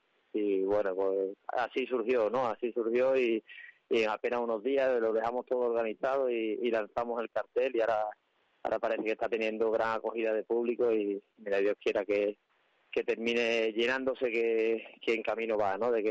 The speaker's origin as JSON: {"language": "Spanish", "town": "Seville", "region": "Andalusia", "country": "Spain", "moved": "yes", "lives_now": "Salamanca, Spain", "said": "el charro adoptado, ¿no?, que llevo varios años viviendo a Salamanca, pero yo, obviamente, yo soy de Sevilla, pero bueno, ya llevo unos años viviendo aquí"}